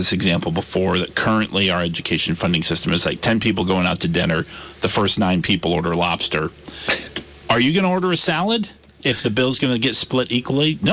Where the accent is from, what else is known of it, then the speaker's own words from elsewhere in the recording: Brandon, Vermont, United States; I grew up in Brandon, and Brandon used to have its own high school for that town.